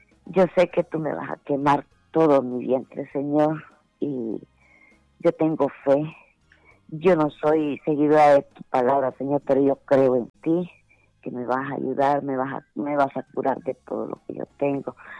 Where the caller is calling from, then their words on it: Honduras; De aquí, de Agua Blanca Potrerío.